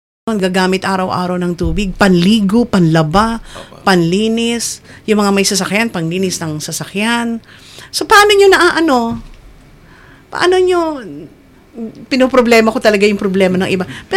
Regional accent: General Luna, Calabarzon, Philippines; Sa amin sa General Luna, may maganda na rin kaming barangay hall.

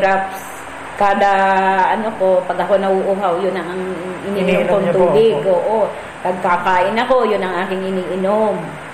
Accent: Calapan, Oriental Mindoro, Philippines; Taga-Ilaya ko.

